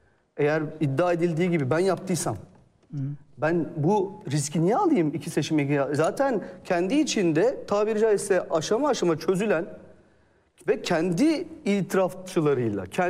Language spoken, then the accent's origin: Turkish; Malatya, Turkey; Gerçekten ben çünkü kendi memleketimdeki hikayelerden de görüyorum bunu. Yani işin para akışıyla alakalı olan hususların temelinde var olan isim benim Malatya Milletvekili rakibim CHP'de Veli Ağbaba.